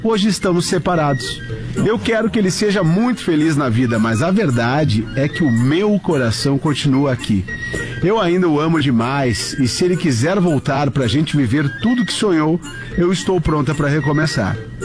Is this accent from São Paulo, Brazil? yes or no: no; Rio Grande do Sul, Brazil; sou do Rio Grande do Sul.